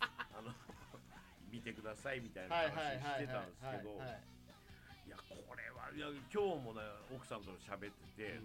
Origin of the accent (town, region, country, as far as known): Oita, Japan; born or raised there; moved away